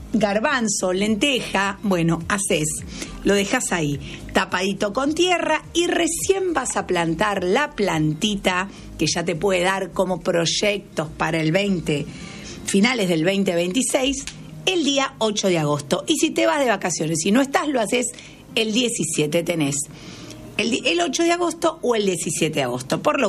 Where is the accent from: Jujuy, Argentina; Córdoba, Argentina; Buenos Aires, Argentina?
Buenos Aires, Argentina; acá somos porteños